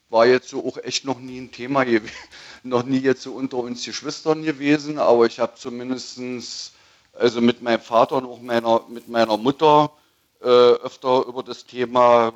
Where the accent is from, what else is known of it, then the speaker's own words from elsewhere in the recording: Germany; ich bin in der DDR groß geworden